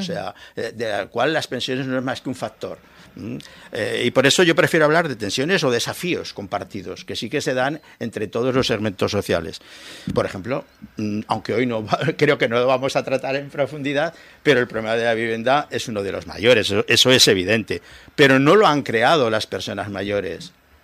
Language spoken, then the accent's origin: Spanish; Zaragoza, Aragon, Spain; born there; Los aragoneses de hoy, los zaragozanos de hoy, no somos los zaragozanos de ayer. No podemos pensar exclusivamente en los que nacimos aquí.